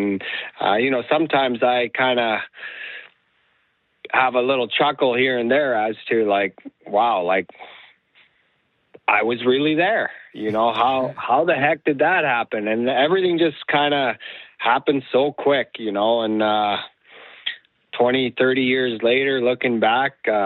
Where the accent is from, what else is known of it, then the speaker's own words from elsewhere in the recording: Nunavut, Canada; growing up in Nunavut and, you know, the survival mode mentality every day, where it was a challenge.